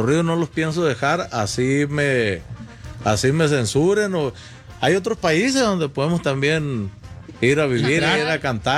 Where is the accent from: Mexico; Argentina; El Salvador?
Mexico; Culiacán, Sinaloa; born there; Yo nací en Culiacán, Sinaloa.